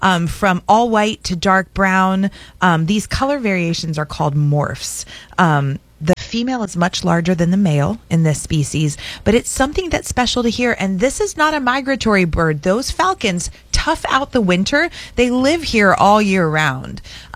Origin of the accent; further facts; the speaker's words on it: Ohio, United States; now in Nome, United States; I grew up with those in Ohio.